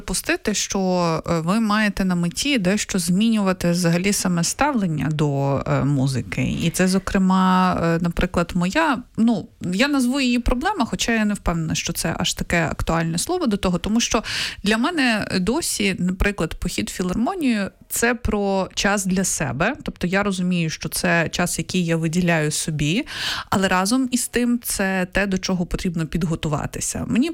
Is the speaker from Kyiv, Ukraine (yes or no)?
yes; Kyiv, Ukraine